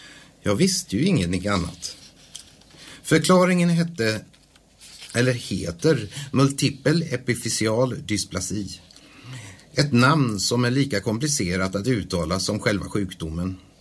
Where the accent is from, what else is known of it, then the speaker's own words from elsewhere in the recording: Daxås, Halland County, Sweden; also born or lived in Hisingen; Som ni hör så kom jag inte från Falköping. Jag föddes på Hisingen men växte upp i Daxås i Varbergs kommun.